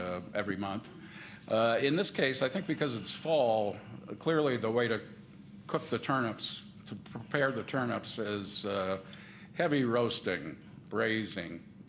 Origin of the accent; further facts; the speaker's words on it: New England, United States; I grew up in New England